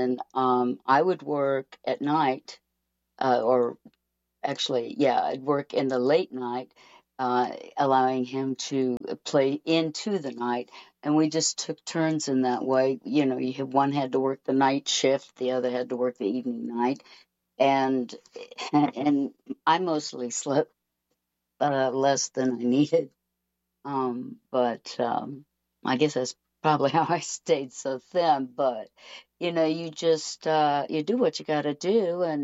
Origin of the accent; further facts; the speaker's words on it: Missouri, United States; I'm from Missouri.